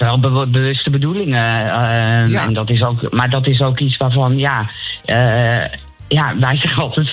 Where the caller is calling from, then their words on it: Zaandam, North Holland, Netherlands; ik kom uit Zaandam.